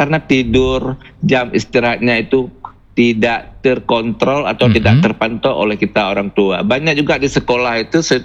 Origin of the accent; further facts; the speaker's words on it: Lampahan, Aceh, Indonesia; Toh saya kan pulang kampung ya kan. Betul. Kan saya dari Lampahan.